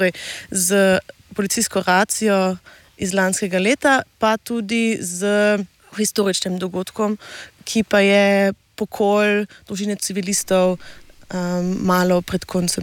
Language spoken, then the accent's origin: Slovenian; Carinthia, Austria; Omenila sem že, da sem koroška Slovenka